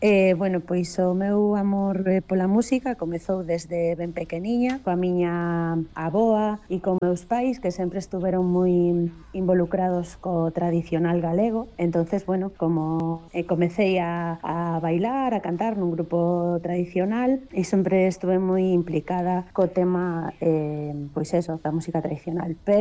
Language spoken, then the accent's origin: Galician; Santiago de Compostela, Galicia, Spain; now in Redondela, Spain; aquí onde vivo agora en Redondela, porque eu son de Compostela, pero fai 19 anos que estou vivindo en Redondela